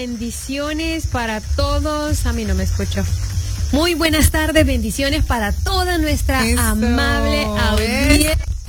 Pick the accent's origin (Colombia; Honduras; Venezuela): Honduras; Soy de Honduras